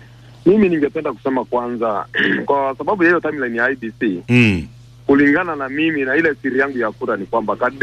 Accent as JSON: {"language": "Swahili", "country": "Kenya", "said": "Generally maaskari wanatusumbua hapa kwa barabara na sijui shida ni nini, kwa sababu sisi ni wa Kenya."}